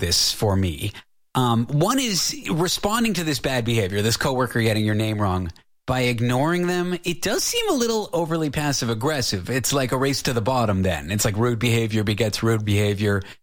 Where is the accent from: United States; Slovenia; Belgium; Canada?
Canada; I grew up in Canada. I grew up pronouncing the name Natasha. Not Natasha. My default, everyone in school, all the Natashas I knew were based on the regional pronunciation of that A noise.